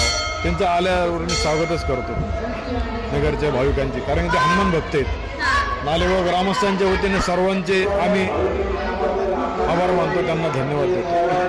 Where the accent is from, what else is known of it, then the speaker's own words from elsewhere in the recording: Ahilyanagar, Maharashtra, India; माझं बालपण इथे गेलेले आहे.